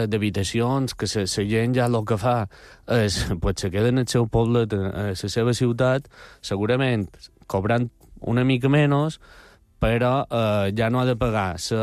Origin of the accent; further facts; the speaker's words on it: Balearic Islands, Spain; No, no, jo soc mallorquí.